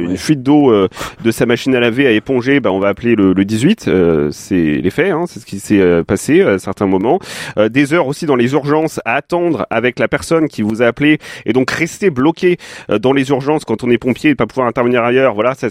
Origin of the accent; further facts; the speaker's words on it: Auvergne-Rhône-Alpes, France; qui est aussi ancien maire de Gaillard, chez nous, en Haute-Savoie